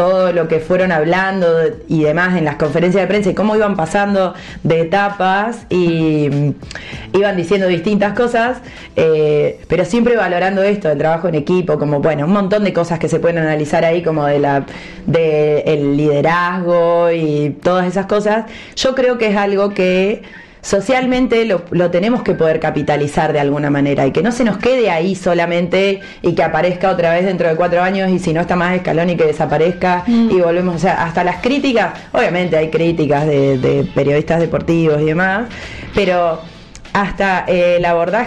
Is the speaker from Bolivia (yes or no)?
no; Argentina; Yo creo que Argentina tiene una cosa como muy creativa de cómo afrontar. Pero además, sí tenemos que somos un país sudamericano